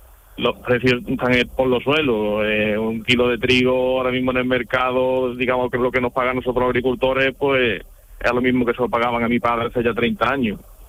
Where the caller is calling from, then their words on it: Martín de la Jara, Andalusia, Spain; Pues ahora mismo estoy en el campo, arando. ¿Dónde? En Martín de la Jara.